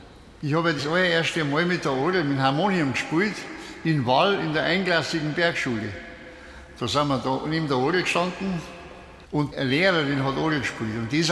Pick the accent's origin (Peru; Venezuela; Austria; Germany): Austria; Tyrol; Ich selber stamme ja aus dem Tirolischen.